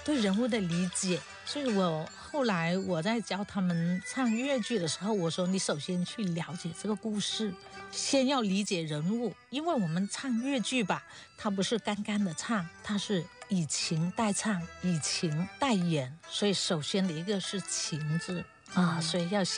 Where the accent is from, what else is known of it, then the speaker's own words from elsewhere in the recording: Baise, Guangxi, China; 我也是土生土长的白色人吧。